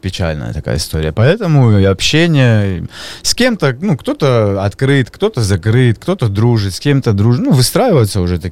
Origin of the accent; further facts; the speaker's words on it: Krasnodar, Krasnodar Krai, Russia; Я здесь, Краснодара, родился, вырос здесь, на Комсомольском. Я учился в школе с Виталием Сергеевичем, 83-й.